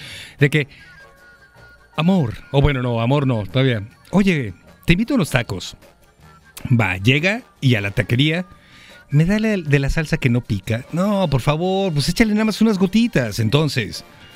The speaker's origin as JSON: {"language": "Spanish", "country": "Mexico"}